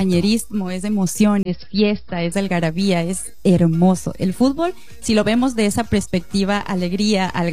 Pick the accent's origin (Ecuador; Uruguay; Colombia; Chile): Ecuador; Gane o pierda, somos ecuatorianos y estamos aquí para apoyarnos y disfrutar juntos.